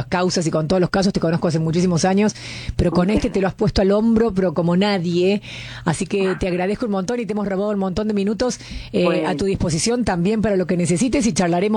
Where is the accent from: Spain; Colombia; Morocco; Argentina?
Argentina